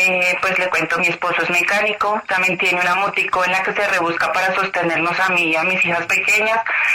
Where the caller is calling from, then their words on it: Zipaquirá, Cundinamarca, Colombia; lo llamo acá de Zipaquirá, Cundinamarca